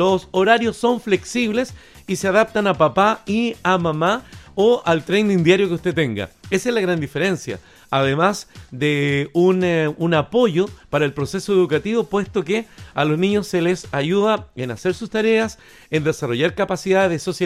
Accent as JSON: {"language": "Spanish", "country": "Chile", "said": "andamos agrandados los chilenos"}